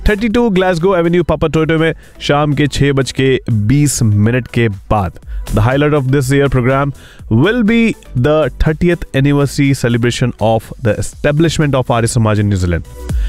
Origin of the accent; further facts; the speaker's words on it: Rajasthan, India; Okay यार, मेरा तो फेवरेट ऑब्वियसली, मैं राजस्थानी हूँ तो they are even famous for Rajasthani dish as well.